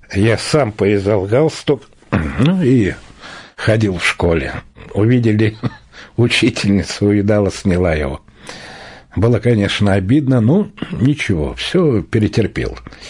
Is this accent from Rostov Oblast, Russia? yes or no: no; Moscow, Russia; Родился в Москве на Девятинском переулке, это где американское посольство, если кто знает этот город наш, Москву. Вот, там мы жили. Жили, конечно, в очень серьезных условиях, жили в подвале, 11 метров комната.